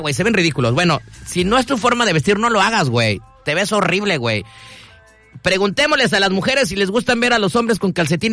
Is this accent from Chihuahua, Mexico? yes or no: no; Mexico City, Mexico; yo siendo chilango, en una parte de mi vida cuando yo iba en la secundaria